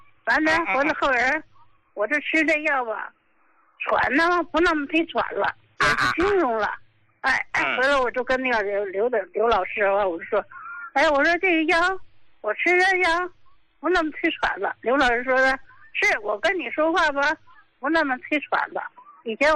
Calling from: Qinhuangdao, Hebei, China; 我是秦皇岛的，我今年68了。

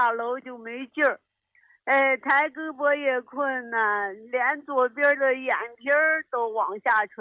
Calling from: Shaanxi, China; 我是陕西的新朋友。

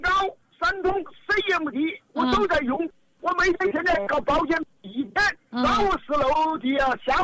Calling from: Jingzhou, Hubei, China

